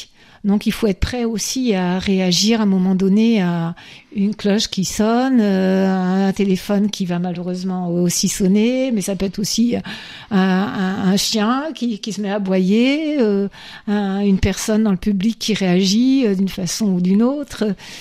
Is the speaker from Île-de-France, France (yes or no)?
no; Lorient, Brittany, France; moved away; also born or lived in south of France; je suis née à Lorient, j'ai grandi à Lorient et j'ai fait le choix de revenir vivre en Bretagne il y a 7 ans